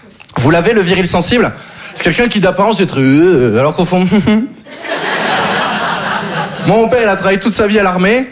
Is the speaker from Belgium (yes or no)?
no; Occitanie, France; Je viens du Sud, j'ai grandi dans le Gard. Le Gard, vous connaissez? Disneyland pour les chasseurs.